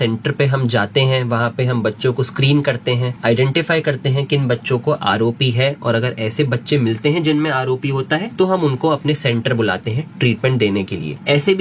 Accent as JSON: {"language": "Hindi", "town": "Moradabad", "region": "Uttar Pradesh", "country": "India", "tie": "born or raised there", "said": "मैं मुरादाबाद का ही जन्मा हूँ 1994 में।"}